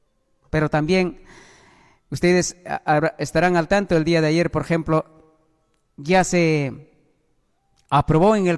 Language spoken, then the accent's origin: Spanish; Peru; somos peruanos